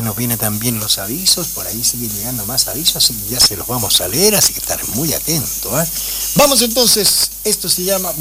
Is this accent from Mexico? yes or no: no; Chile; varios chilenos como que estamos un poco desconectados últimamente.